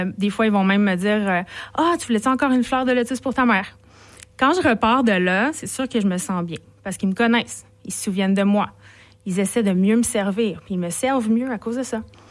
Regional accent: Lévis, Quebec, Canada; moved away; Je viens de Lévis, je vous en ai parlé la dernière fois.

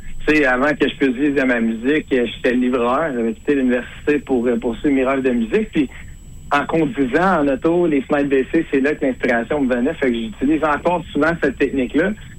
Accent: Quebec, Canada; je suis québécois

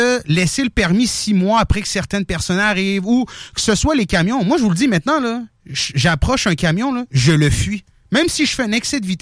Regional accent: Morocco; mon père, il est africain, OK? Je suis marocain, là.

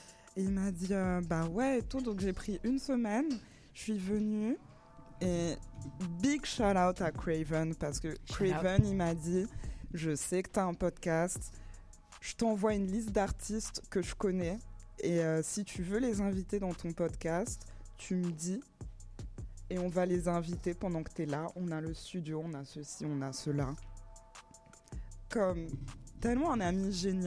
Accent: south of France, France; also born or lived in Guadeloupe / London / Paris; En gros, je suis née en Guadeloupe, j'ai grandi dans le sud de la France. J'ai fait Londres et après j'ai fait Paris.

